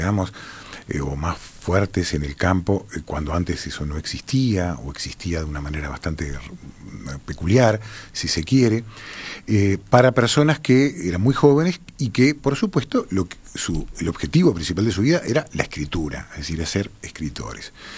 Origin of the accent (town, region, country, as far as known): Montevideo, Uruguay; born there